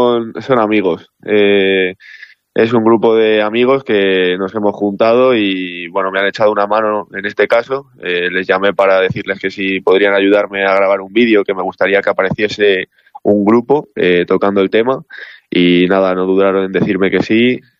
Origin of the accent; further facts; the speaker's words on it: La Adrada, Castile and León, Spain; hay parte del videoclip que está rodada, como bien dices, aquí en mi pueblo.